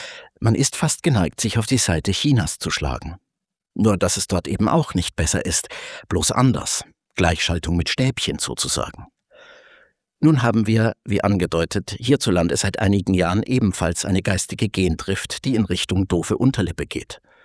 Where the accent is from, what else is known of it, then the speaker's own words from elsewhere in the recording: Bavaria, Germany; Als Franke graut es mir da immer ein wenig, ist doch unser Schäufele im Vergleich ein Knochen von balletöser Eleganz.